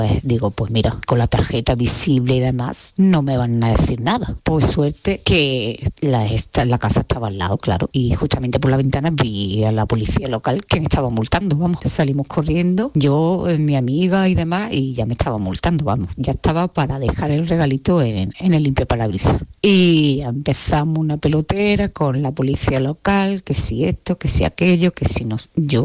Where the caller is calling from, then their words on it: Andalusia, Spain; Soy de un pueblo de la provincia de Cádiz